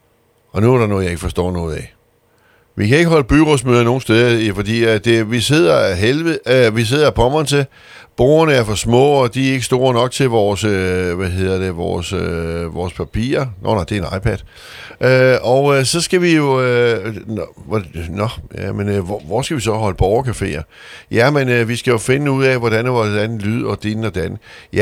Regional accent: Lolland, Zealand, Denmark; os, der bor hernede, vi er fra Lolland

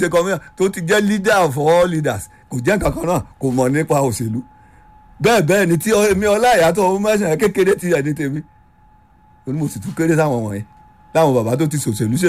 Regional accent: Ekiti, Nigeria; Èkìtì ni mí. Àdẹ̀ tí ì ṣerí. Ó dùn mọ́ mi inú.

